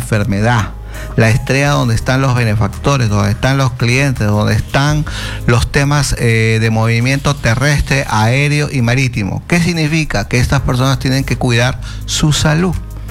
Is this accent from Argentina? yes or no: no; Peru